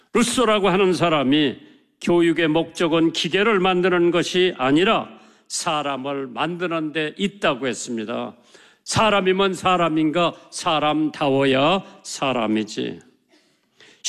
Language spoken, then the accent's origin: Korean; South Korea; also born or lived in United States